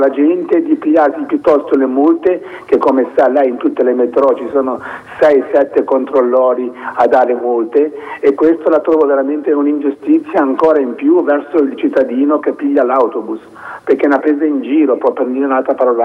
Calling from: Genoa, Liguria, Italy; da genovese

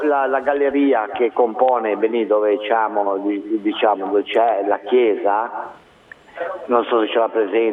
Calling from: Genoa, Liguria, Italy; io sono dalla Val Bisagno

